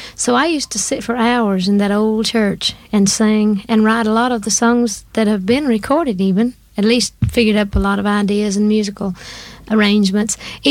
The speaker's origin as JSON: {"language": "English", "region": "Great Smoky Mountains", "country": "United States", "tie": "born or raised there", "said": "That was something we grew up with in the Smokies."}